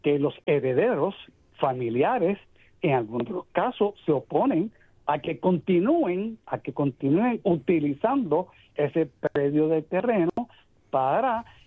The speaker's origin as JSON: {"language": "Spanish", "town": "Caguas", "country": "Puerto Rico", "said": "en mi pueblo de Cagua"}